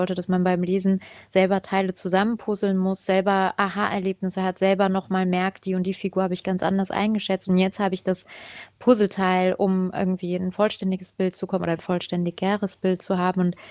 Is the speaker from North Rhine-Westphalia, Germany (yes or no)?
no; Hermeskeil, Rhineland-Palatinate, Germany; geboren und aufgewachsen in Hermeskeil